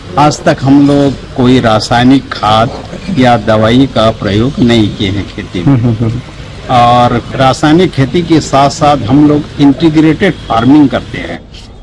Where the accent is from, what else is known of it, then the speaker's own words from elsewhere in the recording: Milaravad, Chhattisgarh, India; ग्राम मिलारावाद, जिला महासमुंद, छत्तीसगढ़ का रहने वाला हूँ